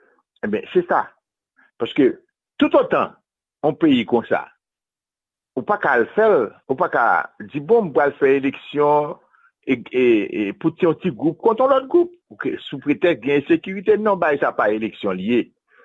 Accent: Haiti; nous avons supporté Haïti, nous avons supporté, nous venons d'Haïti

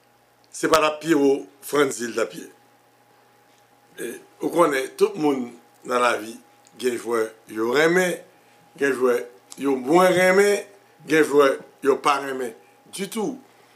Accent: Haiti; D'abord, nous connaissons en tant qu'Haïtien, Haïti, la mondiale

